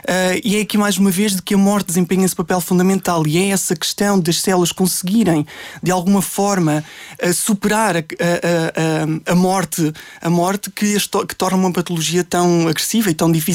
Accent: Carrazedo de Montenegro, Norte, Portugal; now in Lisbon, Portugal; a minha infância, que foi Trás-os-Montes, onde eu nasci

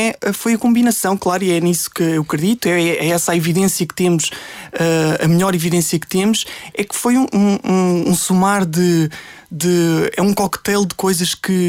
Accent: Carrazedo de Montenegro, Norte, Portugal; Portanto, eu sou de Carrasão de Montenegro, que é, aliás, é uma vila que pertence à freguesia de Carrasão de Montenegro, concelho de Valpaços.

